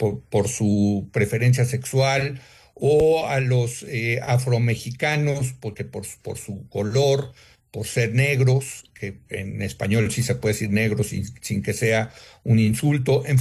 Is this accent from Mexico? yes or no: yes; Mexico; porque antes de ser judíos, Pepe, somos mexicanos.